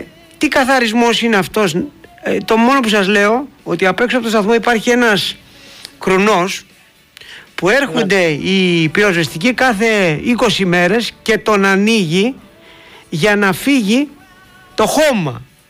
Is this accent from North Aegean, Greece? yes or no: no; Piraeus, Attica, Greece; also born or lived in Keratsini / Zografou; Εγώ και στις δύο περιοχές που έχω ζήσει, δηλαδή στον Πειραιά, στο Κερατσίνι, γιατί είμαι Πασαλιμανιώτης, από το Πασαλιμάνι γεννημένος, αλλά και στο Ζωγράφου, έχω προλάβει αγελάδες.